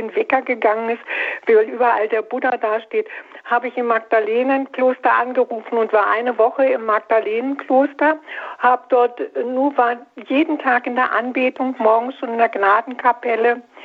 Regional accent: Altötting, Bavaria, Germany; Also Altötting ist einfach meine Heimat.

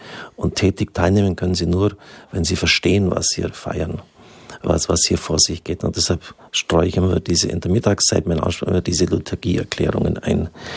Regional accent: Wimmertshofen, Germany; zumal die Kirche relativ klein ist, wo ich herkomme, in Wimmertshofen.

